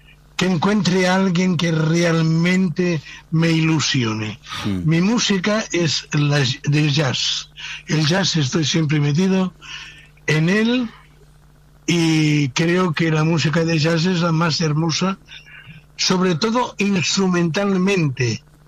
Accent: Spain; now in Barcelona, Spain; Siendo españoles

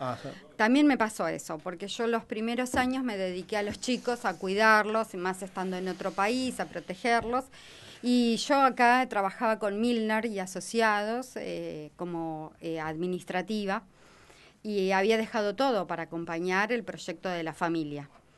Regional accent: Bahía Blanca, Buenos Aires Province, Argentina; moved away as an adult; also born or lived in Peru; yo nací en Villa Mitre, mi mamá vive al lado del Club Villa Mitre.

